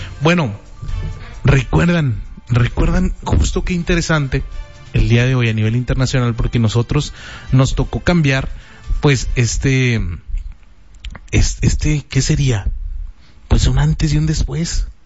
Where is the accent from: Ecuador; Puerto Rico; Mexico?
Mexico; muchos somos pues originarios de México, de Latinoamérica